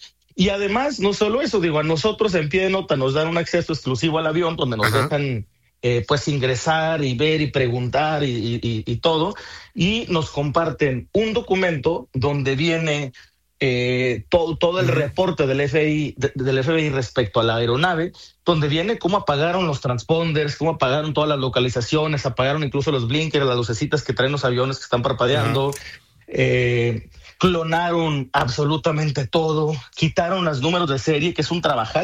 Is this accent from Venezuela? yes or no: no; Mexico; Yo tengo mi terruño pues, acá del otro, en una esquina de México.